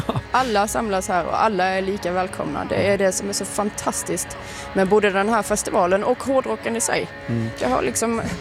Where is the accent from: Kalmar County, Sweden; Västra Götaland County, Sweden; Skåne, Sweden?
Skåne, Sweden; Bromölla; Och jag är från Bromölla som sagt var, så att det tar ju en 20 minuter ungefär att ta sig ut här till lilla Norge.